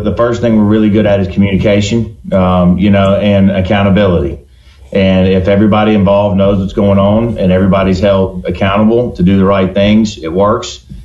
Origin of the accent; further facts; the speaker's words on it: Vicksburg, Mississippi, United States; we're both here in Vicksburg working underneath kind of a larger umbrella of my family's business. So it's been a lot of fun to do it together and be here in my hometown.